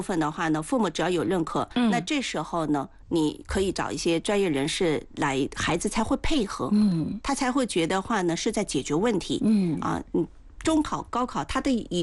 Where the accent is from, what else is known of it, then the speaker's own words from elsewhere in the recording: China; 我们中国人很多时候对于心理这样的一些问题或者心理的话当下的一些状态的时候过于夸大就非常的害怕，